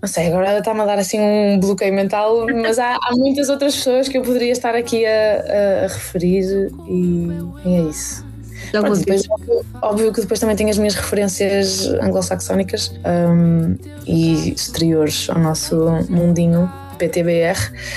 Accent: Portugal; sendo portuguesa

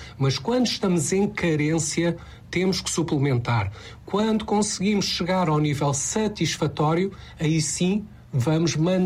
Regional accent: Alentejo, Portugal; Eu, por exemplo, sou alentejano

